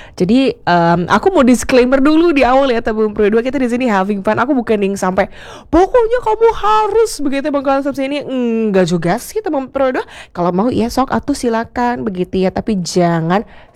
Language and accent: Indonesian; Indonesia; Ini sebenarnya ngebuat aku bingung juga sih ya, selaku orang Indonesianya langsung begitu ya.